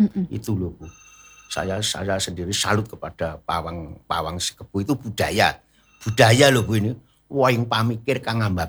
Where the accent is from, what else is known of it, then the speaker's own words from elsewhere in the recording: Boyolali, Central Java, Indonesia; Saya kan orang Boyolali.